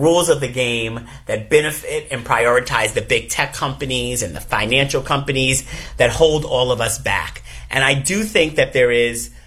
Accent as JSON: {"language": "English", "region": "New York", "country": "United States", "said": "And I watch this very clearly as a New Yorker"}